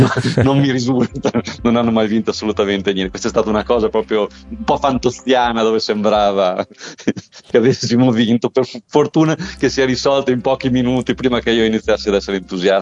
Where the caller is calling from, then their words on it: Pieve di Cento, Emilia-Romagna, Italy; io lo capisco ma non lo parlo molto bene, quindi i miei genitori parlavano dialetto però io non lo parlo molto bene. Comunque siamo, noi siamo di Pieve di, Pieve di Cento in provincia di Bologna, quindi un dialetto, siamo tra metà tra Ferrara e Bologna, comunque è più un dialetto bolognese, direi.